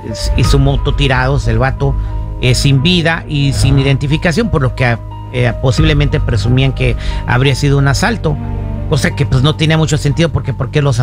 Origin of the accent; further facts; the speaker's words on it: Morelia, Michoacán, Mexico; moved away; Nací aquí, pero crecí allá en Morelia, Michoacán, viví en la colonia Centro